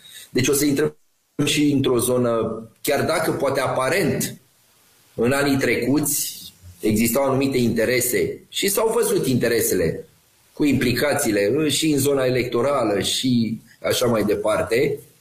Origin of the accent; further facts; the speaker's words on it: Romania; Eu ca român am totuși o mândrie românească.